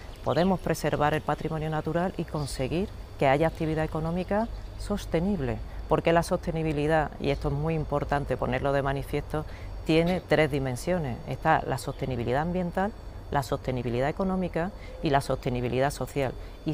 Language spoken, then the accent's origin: Spanish; Pozo Alcón, Andalusia, Spain; yo soy de Jaén, soy de Pozo Alcón, soy poceña